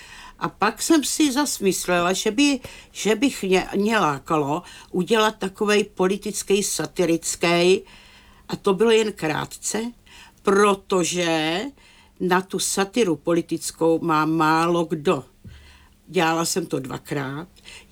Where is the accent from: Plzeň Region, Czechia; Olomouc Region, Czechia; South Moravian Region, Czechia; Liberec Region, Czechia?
Liberec Region, Czechia; Turnov; protože pocházíme z Turnova